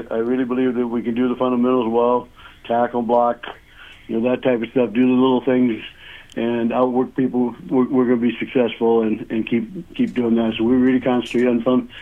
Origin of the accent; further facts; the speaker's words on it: Woonsocket, South Dakota, United States; also born or lived in Sioux Falls; now in Emery, United States; I'm from Woonsocket originally